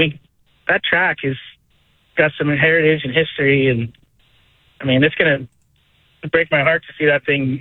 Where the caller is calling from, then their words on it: Capay Valley, California, United States; up in the Cape Valley, about 5 miles past Cache Creek Casino.